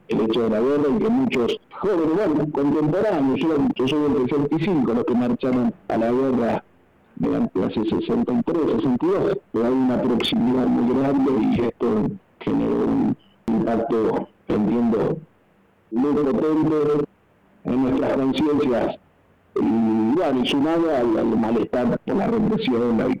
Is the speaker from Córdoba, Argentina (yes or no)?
no; Quilmes, Buenos Aires Province, Argentina; yo soy de Quilmes, yo de Gran Buenos Aires